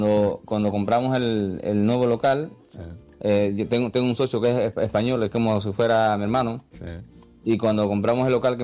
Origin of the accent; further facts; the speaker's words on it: Cuba; Los descendientes de españoles, bueno, que somos los cubanos, que somos prácticamente todos descendientes españoles, le poníamos mucho amor